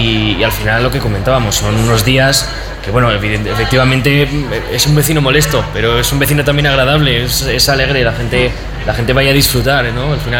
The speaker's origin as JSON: {"language": "Spanish", "town": "Logroño", "region": "La Rioja", "country": "Spain", "moved": "yes", "lives_now": "Burgos, Spain", "said": "Yo vengo de Logroño, en Logroño tenemos un recinto ferial"}